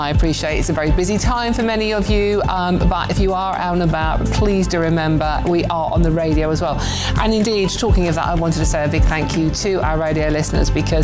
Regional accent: United Kingdom; we are British and we do that a lot.

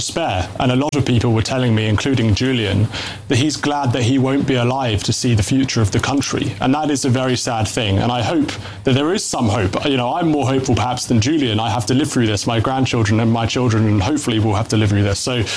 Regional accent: Portsmouth, South East England, United Kingdom; where I grew up in Portsmouth

